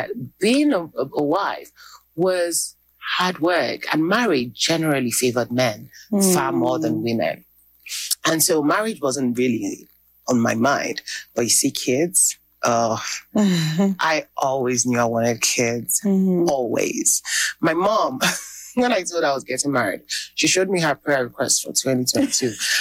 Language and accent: English; Owerri, Imo, Nigeria; In Owerri. I grew up in Owerri.